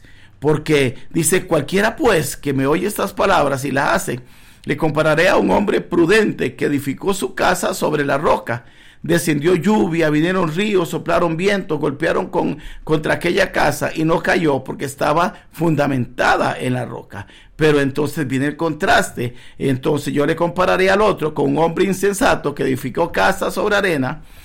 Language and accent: Spanish; Guanacaste, Costa Rica; now in Escazú, Costa Rica; Yo tuve una experiencia cuando vine de mi tierra, Guanacaste, hacia Escazú. Entonces, en Escazú, el primer trabajo que tuvimos nosotros fue ir a coger café.